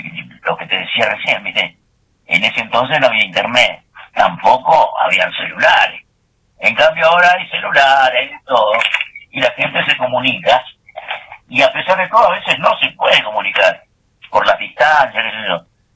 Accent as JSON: {"language": "Spanish", "town": "Ingeniero Jacobacci", "region": "Río Negro", "country": "Argentina", "tie": "born or raised there", "moved": "yes", "lives_now": "San Carlos de Bariloche, Argentina", "said": "Tuve la suerte de criarme en Jacobacci, porque yo no nací en Jacobacci. Yo nací acá en San Carlos de Bariloche."}